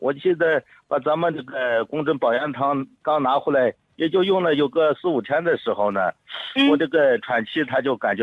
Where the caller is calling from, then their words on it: Nantong, Jiangsu, China; 我家是南通这边的。